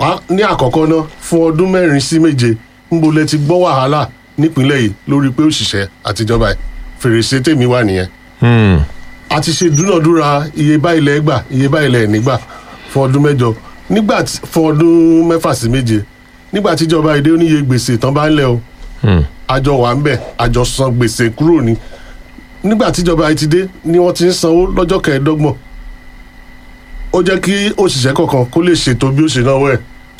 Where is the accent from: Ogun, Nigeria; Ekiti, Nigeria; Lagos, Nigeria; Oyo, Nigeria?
Oyo, Nigeria; ọmọ Nàìjíríà ni mí ọmọ ìpínlẹ̀ Ọ̀yọ́ ni mí